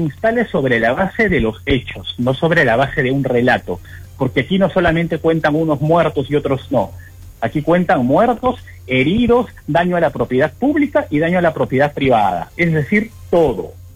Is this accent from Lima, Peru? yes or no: no; Arequipa, Peru